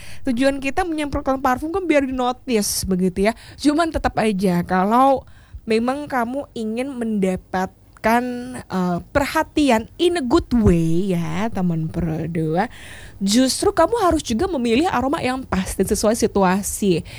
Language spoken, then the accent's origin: Indonesian; Bali, Indonesia; Kalau kita orang Bali